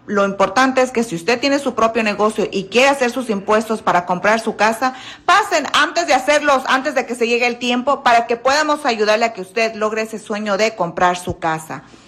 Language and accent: Spanish; Michoacán, Mexico; No, soy de Michoacán.